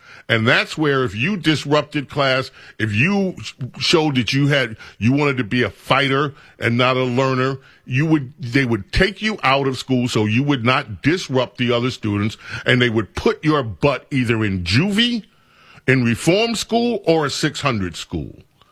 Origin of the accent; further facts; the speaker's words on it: New York, United States; When I grew up in New York